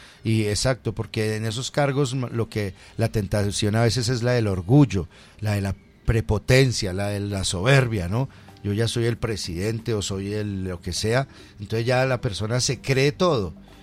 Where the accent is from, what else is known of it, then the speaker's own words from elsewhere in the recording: Colombia; eso es lo que somos los colombianos, sean cristianos católicos o cristianos de otras denominaciones